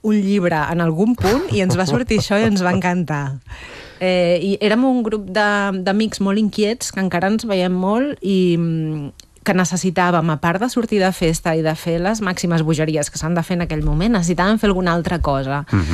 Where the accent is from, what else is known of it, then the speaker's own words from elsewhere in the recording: Sant Fost de Campsentelles, Catalonia, Spain; also born or lived in Granollers / Mollet del Vallès; Vaig néixer, en realitat vaig néixer a Granollers i he viscut sempre a Sant Fost i després a Mollet, de jove, però vaig anar a l'institut a Mollet.